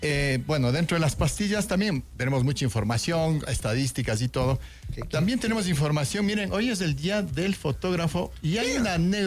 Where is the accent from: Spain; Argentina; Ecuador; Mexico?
Ecuador